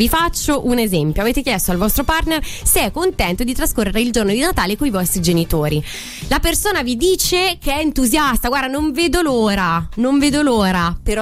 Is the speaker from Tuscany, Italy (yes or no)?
yes; Tuscany, Italy; sono toscana